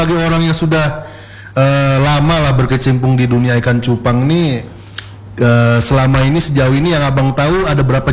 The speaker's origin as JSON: {"language": "Indonesian", "region": "Jakarta", "country": "Indonesia", "tie": "born or raised there", "moved": "yes", "said": "saya lahir besar di Jakarta dulu."}